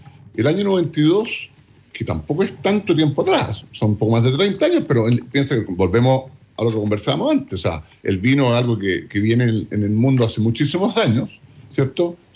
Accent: Chile; como cualquier chileno que sale fuera de Chile

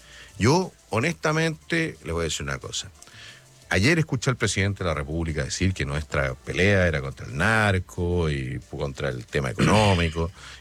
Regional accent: Chile; en comparación con el resto del barrio éramos una joya.

